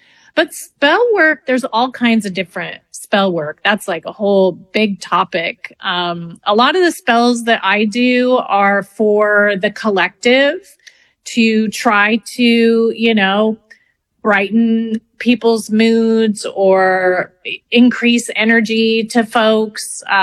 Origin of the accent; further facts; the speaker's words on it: Canada; And I'm French Canadian.